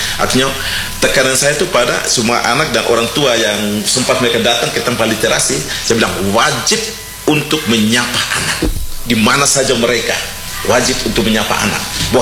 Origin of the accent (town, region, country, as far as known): Wamena, Highland Papua, Indonesia